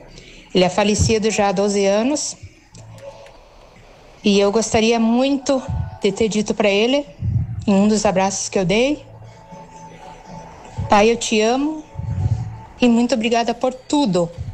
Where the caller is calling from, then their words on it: Brazil; Falo aqui do Baixa Santa Teresa, Jardim Alvorada.